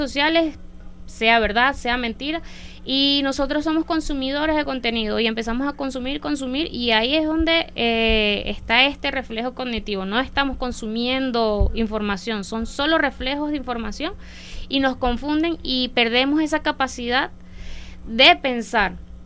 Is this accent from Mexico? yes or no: no; Venezuela; una joven venezolana, bolivariana